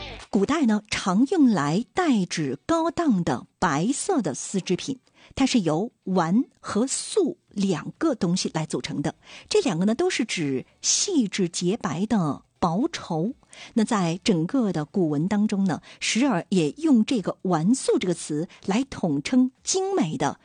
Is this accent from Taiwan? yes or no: no; Dalian, Liaoning, China; 也可以尝试安排一下咱们家乡大连的文化之旅。